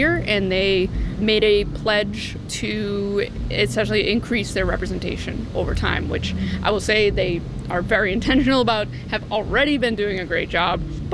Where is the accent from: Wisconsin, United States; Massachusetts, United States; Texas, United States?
Massachusetts, United States; I'm from Massachusetts